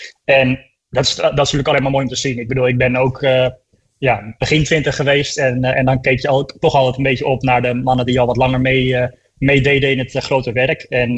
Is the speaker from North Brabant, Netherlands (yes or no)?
no; Almere, Flevoland, Netherlands; born there; Ik bedoel, ik ben geboren in het Flevo ziekenhuis, een paar honderd meter van de start en de finish vandaan, zeg maar.